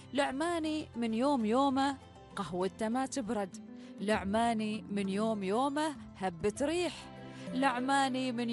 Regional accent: Oman; نعيشها ونعايشها كعمانيين

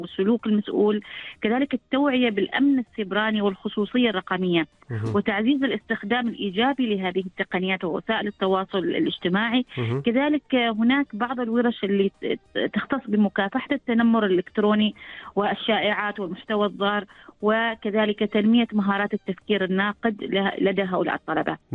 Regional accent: Oman; عندنا في سلطنة عمان

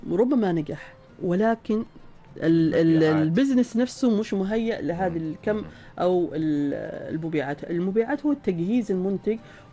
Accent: Salalah, Dhofar, Oman; عندنا في صلالة

